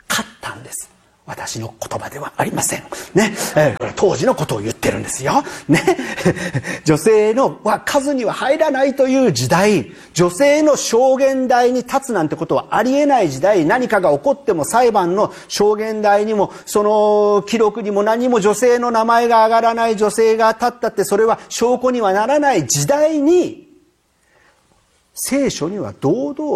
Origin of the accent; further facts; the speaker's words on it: Shonan, Kanagawa, Japan; 私は湘南ボーイなんでね、もう偽物の偽物の偽物中の関西弁ですけれどもね